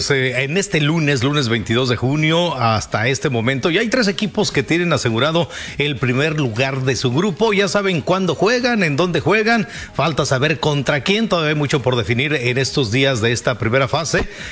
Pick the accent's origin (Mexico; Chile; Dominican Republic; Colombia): Mexico; así que ojalá, hombre, como mexicanos, es lo que más queremos, que México mejore, que México avance